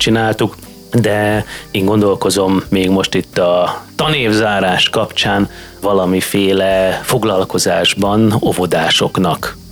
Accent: Cegléd, Pest, Hungary; hiszen én ceglédi vagyok.

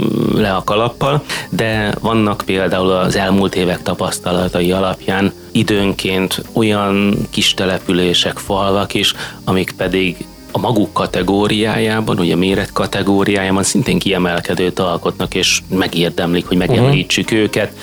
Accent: Cegléd, Pest, Hungary; de Cegléden kívül, ami szülővárosom, és itt lakom

